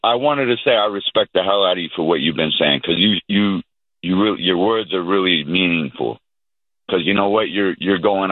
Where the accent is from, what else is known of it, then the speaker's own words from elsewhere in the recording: Las Vegas, Nevada, United States; moved away as an adult; I played college football. I grew up out west in Vegas. You know, I moved here in 1999, but I played out there.